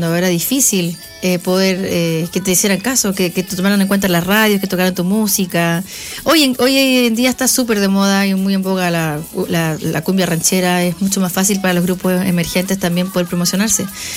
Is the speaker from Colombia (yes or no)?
no; Chile; El modismo chileno también de hablar, la forma de hablar que tenemos nosotros.